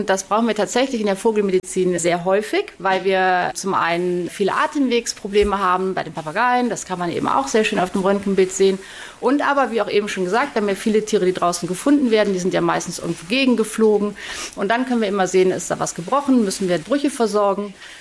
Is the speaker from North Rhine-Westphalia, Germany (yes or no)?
yes; Rommerskirchen, North Rhine-Westphalia, Germany; ich komme auch aus Höningen.